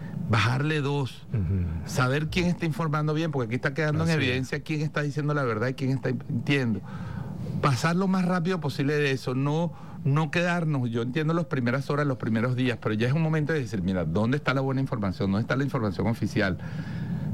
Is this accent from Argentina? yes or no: no; Venezuela; Ahora, como venezolanos, hoy más que nunca